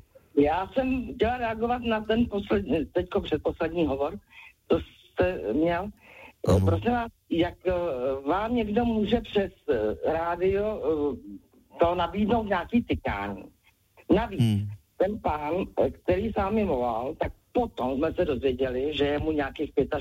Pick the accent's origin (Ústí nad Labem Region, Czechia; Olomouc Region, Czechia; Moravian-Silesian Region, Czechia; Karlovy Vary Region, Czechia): Ústí nad Labem Region, Czechia; Most